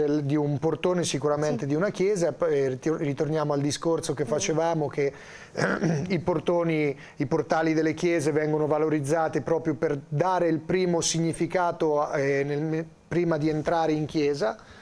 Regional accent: Osimo, Marche, Italy; io che sono di Osimo

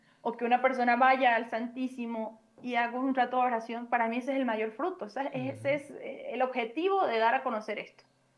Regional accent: Venezuela; moved away as an adult; como venezolanos, sabes todas las situaciones que hemos tenido que afrontar

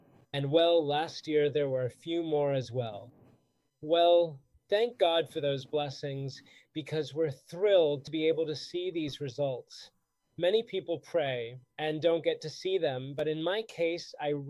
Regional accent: Spain; now in Madrid, Spain; I'm a priest of Opus Dei. I'm from Spain. I live in Madrid.

